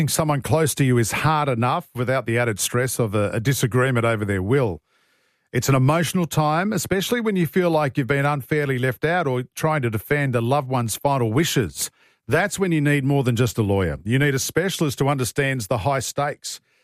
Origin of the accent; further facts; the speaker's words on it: Australia; as Australian taxpayers